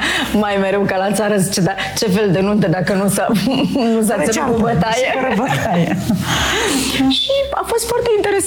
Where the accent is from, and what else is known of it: Pelinia, Drochia District, Moldova; born or raised there